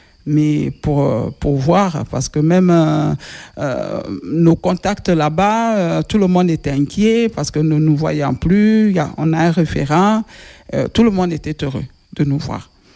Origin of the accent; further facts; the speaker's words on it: Nzérékoré, Nzérékoré Region, Guinea; car je suis natif des Érécorées, la République de Guinée, mais en région forestière.